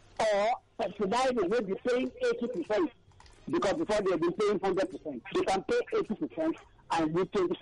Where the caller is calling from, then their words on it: Nigeria; I'm calling from Abaranja